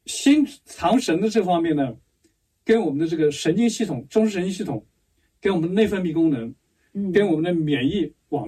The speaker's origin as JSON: {"language": "Chinese", "country": "China", "said": "特别我们中国人吃东西讲究"}